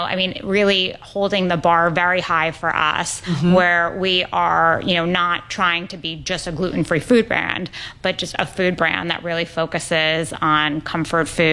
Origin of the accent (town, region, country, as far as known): New York City, New York, United States; born or raised there